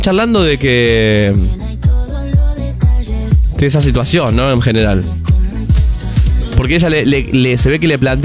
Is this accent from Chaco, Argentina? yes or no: yes; Chaco, Argentina; now in Rosario, Argentina; Estoy en Rosario, pero soy chaqueño.